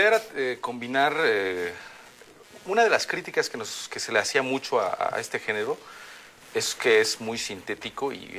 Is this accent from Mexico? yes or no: yes; Oaxaca, Mexico; nosotros somos de Oaxaca y crecimos con una cultura muy arraigada al Día de Muertos.